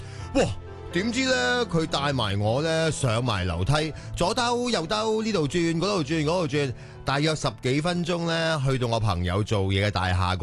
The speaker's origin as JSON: {"language": "Cantonese", "country": "Hong Kong", "tie": "born or raised there", "said": "我咧真系土生土长嘅香港人嚟嘅"}